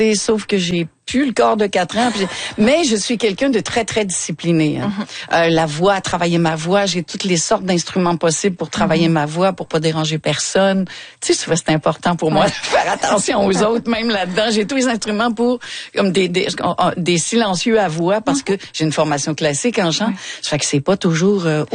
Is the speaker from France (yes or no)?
no; Longueuil, Quebec, Canada; 2 octobre à Longueuil, chez moi à Longueuil.